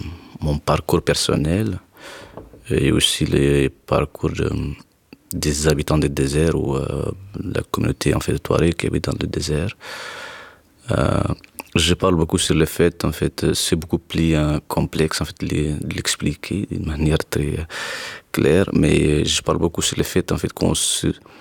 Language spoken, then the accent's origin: French; Tinzaouaten, Kidal, Mali; Tinzawaten, c'est là où nous sommes grandis, en fait. C'est là où nous avons fait aussi notre école primaire